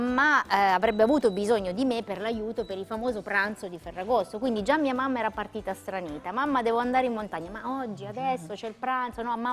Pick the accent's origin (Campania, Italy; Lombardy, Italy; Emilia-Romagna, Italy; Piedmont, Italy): Piedmont, Italy; Mondovì; dalle mie parti, in Piemonte.